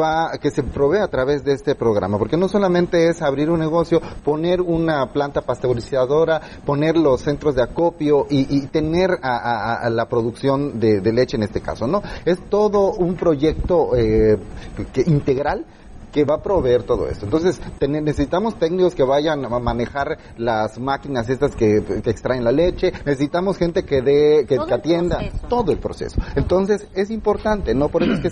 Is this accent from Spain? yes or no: no; Mexico; todos somos mexicanos